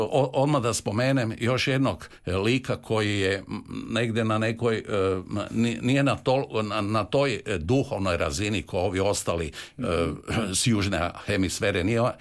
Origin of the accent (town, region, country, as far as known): Croatia